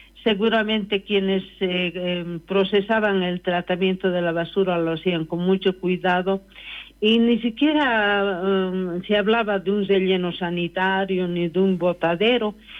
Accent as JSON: {"language": "Spanish", "region": "Oruro", "country": "Bolivia", "tie": "born or raised there", "said": "soy orureña"}